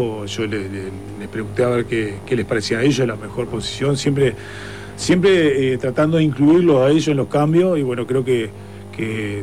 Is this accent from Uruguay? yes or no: yes; San Carlos, Maldonado, Uruguay; Yo soy de San Carlos, cabeza. Sí. Vos sabés que soy de San Carlos.